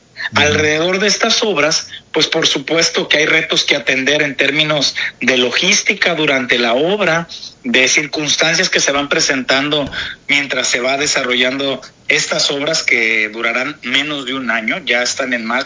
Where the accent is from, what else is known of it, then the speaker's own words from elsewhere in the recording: Colima, Mexico; celebrar que somos mexicanos, mexicanas, que somos colimenses, que tenemos un gran estado, un gran país del que nos sentimos sumamente orgullosos